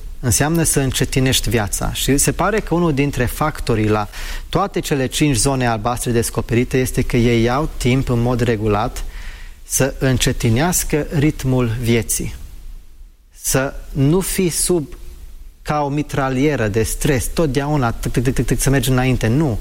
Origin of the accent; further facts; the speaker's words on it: United Kingdom; first language English; Romanian is a second language; moved away; Eu am crescut în Marea Britanie și fiind crescut acolo, vorbitor nativ, asta e și prima limbă, poate se simte de ce nu vorbesc corect, total corect română. Eu am învățat română mai mult ca un adult.